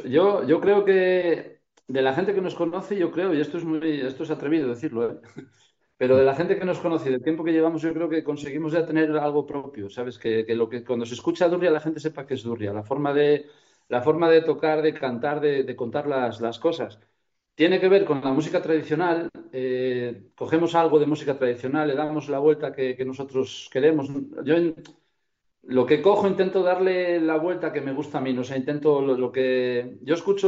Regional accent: Rabanal de Abajo, Castile and León, Spain; Yo desciendo de un pueblo de La Ciana, del Valle de La Ciana, que se llama Rabanal de Abajo.

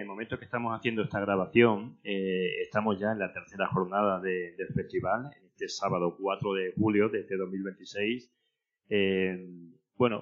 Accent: Mérida, Extremadura, Spain; venimos desde Mérida

